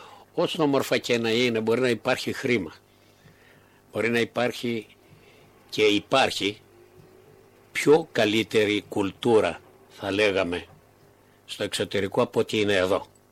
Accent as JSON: {"language": "Greek", "country": "Greece", "moved": "yes", "said": "η αγάπη για τον τόπο μου με έκαμε να γυρίσω πίσω, να έρθω στον τόπο μου ξανά."}